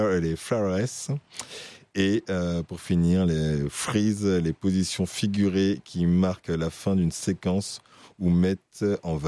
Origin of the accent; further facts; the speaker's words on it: France; nous sommes français peut-être.